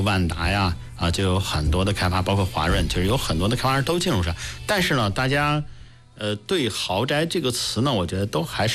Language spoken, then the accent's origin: Chinese; Shijiazhuang, Hebei, China; 我们石家庄人好像都懵了